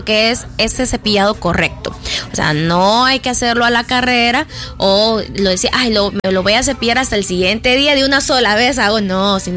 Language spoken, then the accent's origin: Spanish; El Salvador; como salvadoreños quizás somos un poco descuidados.